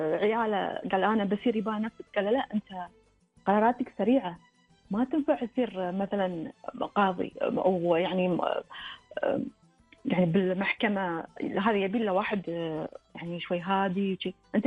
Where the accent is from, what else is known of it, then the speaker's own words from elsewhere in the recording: Kuwait; شخصيات مهمة عندنا بالكويت